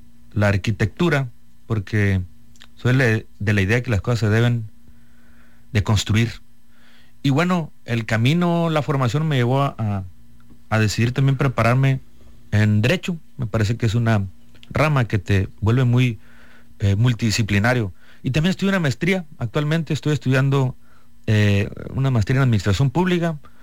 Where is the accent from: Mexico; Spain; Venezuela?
Mexico; La Reforma, Sinaloa; tengo 38 años, Víctor, soy originario del municipio, allí viví hasta mis 17 años, el municipio Angostura, expresamente del campo pesquero La Reforma, ahí crecí hasta los 17 años, terminé la prepa y me mudé a Culiacán a estudiar